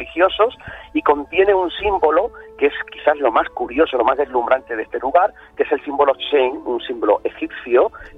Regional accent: Seville, Andalusia, Spain; es el Cachorro del barrio de Triana, que sí, es mi barrio, donde yo nací y me crié.

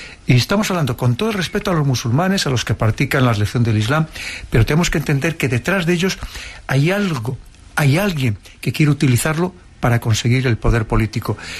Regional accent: Spain; como españoles, como europeos, en el que vivimos en una época de lo que prima es el materialismo

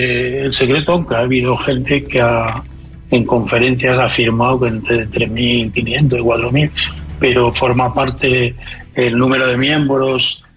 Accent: Galicia, Spain; Yo siempre pregunto como buen gallego, ¿comparado con quién?

